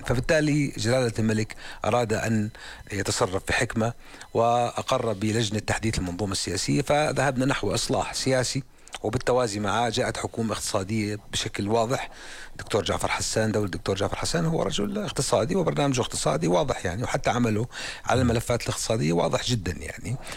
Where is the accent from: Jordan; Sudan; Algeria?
Jordan; Zarqa, Zarqa Governorate; يعني أنا من الزرقاء، هناك 4 شباب من الزرقاء